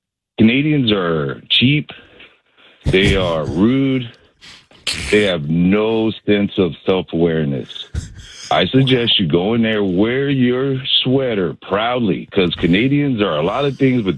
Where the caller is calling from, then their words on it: Yuma, Arizona, United States; I live in Yuma, Arizona now, where there's a large snowbird community in the wintertime.